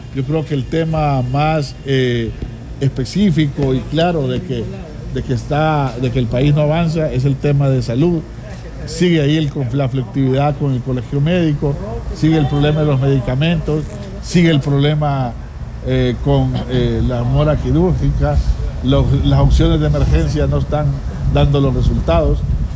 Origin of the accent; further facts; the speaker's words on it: Honduras; la cantidad que somos de hondureños